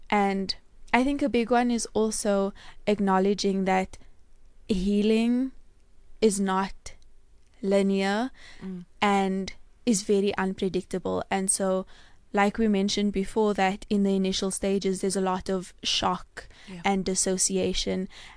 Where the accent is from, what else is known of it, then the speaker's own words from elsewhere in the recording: South Africa; as South African women